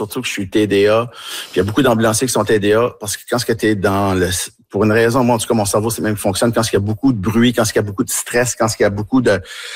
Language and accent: French; New Brunswick, Canada; accent: Tracadie; je parle avec mon accent tracadie un peu plus